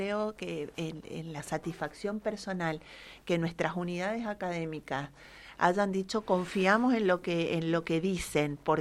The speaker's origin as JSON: {"language": "Spanish", "country": "Argentina", "said": "Es no reconocer nuestra historia como argentinos y argentinas y desconocer nuestra identidad"}